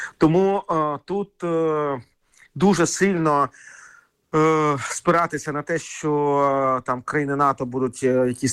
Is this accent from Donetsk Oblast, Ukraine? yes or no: no; Kharkiv, Kharkiv Oblast, Ukraine; Якщо будемо говорити про мій рідний Харків